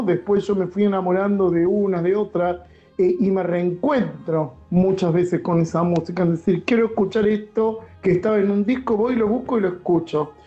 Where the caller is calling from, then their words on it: Lanús, Buenos Aires Province, Argentina; de la Tranquera de Lanús.